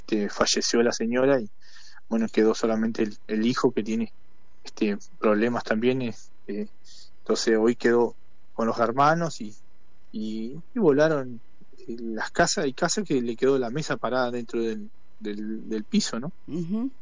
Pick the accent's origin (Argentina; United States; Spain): Argentina; La Criolla, Entre Ríos; La Criolla es un pueblito que está ubicado al este de la ciudad de Concordia, de acá de la localidad del departamento Concordia, depende del departamento Concordia, está a unos 20 kilómetros de la ciudad